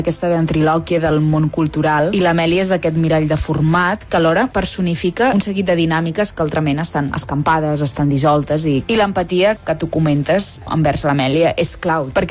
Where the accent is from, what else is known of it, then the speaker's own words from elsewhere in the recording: Catalonia, Spain; com a catalans potser tenim la tendència a fer-nos petits, a minvar